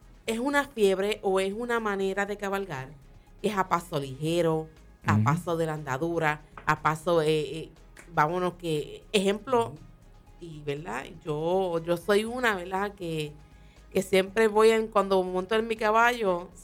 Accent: Fajardo, Puerto Rico; En mi pueblo, obviamente, en Fajardo

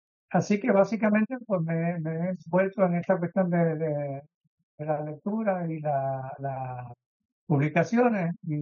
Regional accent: Barranquilla, Atlántico, Colombia; Soy de Barranquilla, siempre me gustó la historia.

